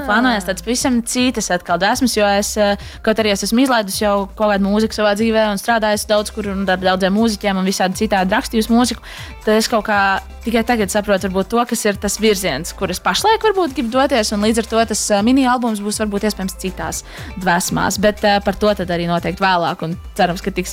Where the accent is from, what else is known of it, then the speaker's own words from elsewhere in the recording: Liepāja, Courland, Latvia; kā nekā es esmu Liepājniece, līdz ar to man ir jāpiespiež sevi pie tā, kad jūra ir mana jūra